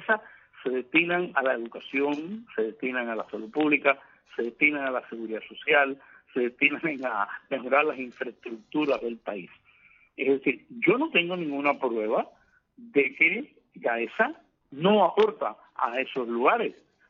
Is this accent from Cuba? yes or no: yes; Cuba